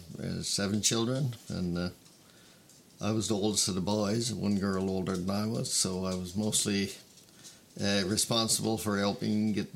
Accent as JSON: {"language": "English", "town": "Birchy Head", "region": "Newfoundland and Labrador", "country": "Canada", "tie": "born or raised there", "said": "I was born in Birchiehead and reared up in Birchiehead and lived there most of my life."}